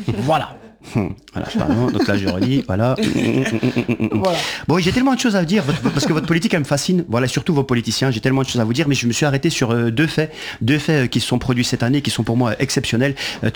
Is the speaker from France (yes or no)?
no; Belgium; Je vous rassure, nous aussi, en tant que Belges, on n'y comprend rien.